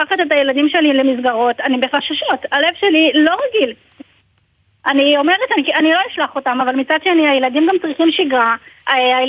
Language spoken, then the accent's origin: Hebrew; Safed, Northern District, Israel; now in Kiryat Shmona, Israel; כן, אבל לא רחוק מפה, אני מצפת.